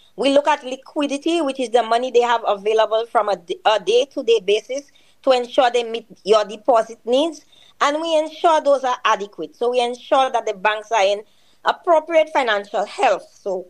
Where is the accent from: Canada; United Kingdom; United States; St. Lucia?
St. Lucia; in my home country in St. Lucia